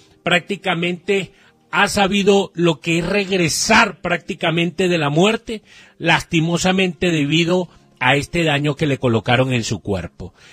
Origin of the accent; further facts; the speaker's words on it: Catemaco, Veracruz, Mexico; moved away; nosotros venimos de Catemaco, Veracruz. Conocemos lo que es la pobreza. Conocemos lo que es la humildad.